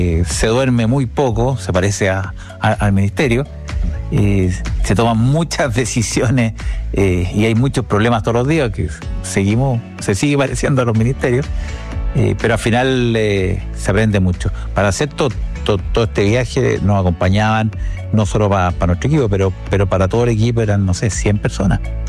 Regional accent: Coquimbo, Chile; yo soy nacido en Coquimbo, estudié en el colegio en Coquimbo, después estudié agronomía acá en la Católica

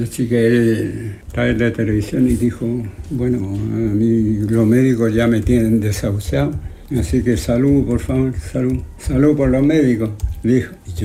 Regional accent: Chile; also born or lived in France; yo no voy a ser francés porque no soy francés, soy chileno y por eso me vine

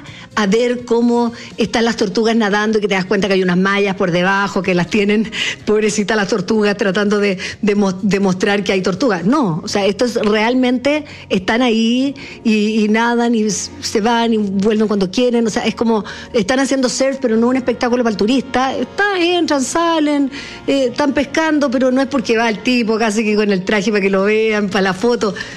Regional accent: Chile; no puede ser que uno como chileno

